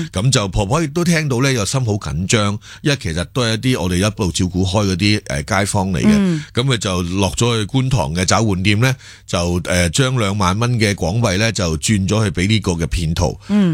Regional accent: Hong Kong

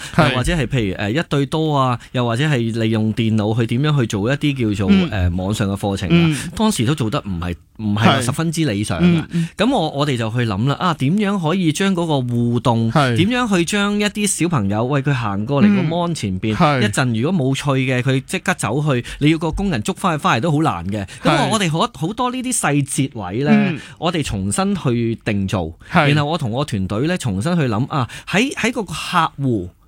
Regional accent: Hong Kong; 咁我自己即系都土生土长嘅香港人啊！

